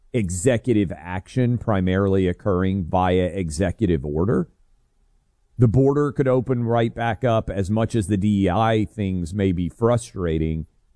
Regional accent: Tennessee, United States; my home state of Tennessee

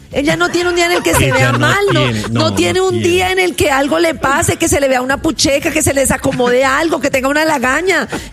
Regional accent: Colombia; ¿de dónde eres? Y uno dice: colombiana.

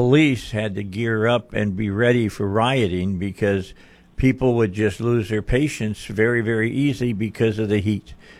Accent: Indiana, United States; I grew up in Northwest Indiana, and it would get hot during the summer, nothing like it does in the South.

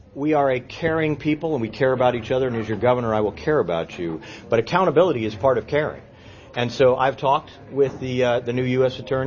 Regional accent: Maine, United States; I grew up in Maine. Mercury in our lakes is wrong.

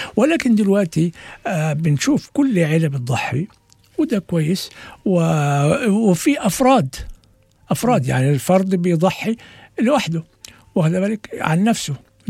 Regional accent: Egypt; احنا عندنا في مصر

